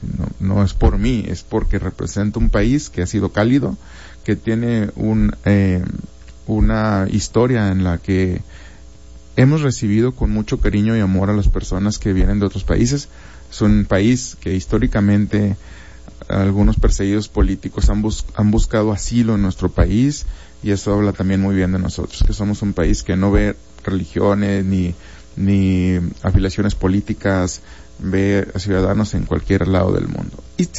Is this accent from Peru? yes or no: no; Mexico; cuando digo que soy de México